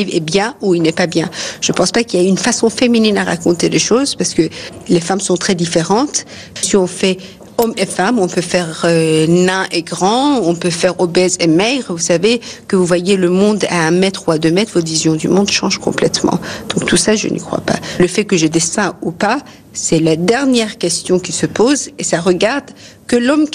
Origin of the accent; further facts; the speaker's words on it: Iran; also born or lived in France; je suis française et iranienne